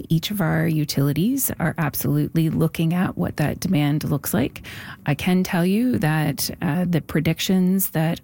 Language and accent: English; the Maritimes, Canada; We're all from the Maritimes here.